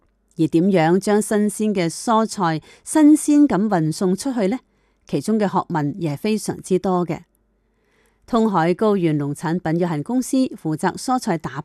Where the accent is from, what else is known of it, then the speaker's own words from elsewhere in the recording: Thailand; 我们泰国人是很喜欢云南菜的，一般高级的酒店都喜欢我们云南菜。